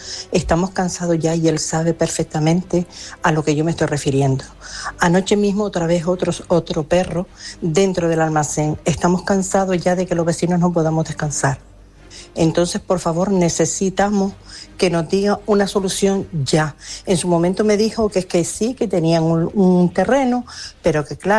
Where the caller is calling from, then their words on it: Telde, Canary Islands, Spain; Soy una vecina de Terde.